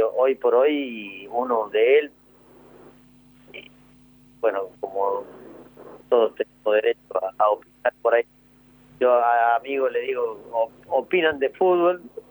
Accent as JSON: {"language": "Spanish", "region": "Córdoba", "country": "Argentina", "said": "Yo soy hincha de Boca y soy cordobés."}